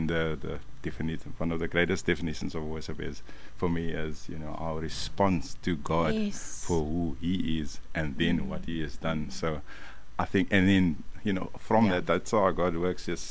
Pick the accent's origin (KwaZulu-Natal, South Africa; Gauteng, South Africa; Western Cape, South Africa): Western Cape, South Africa; Cape Town; And then I'm originally from Atlantis in Cape Town. So we have like a cultural thing like called the Christmas bands.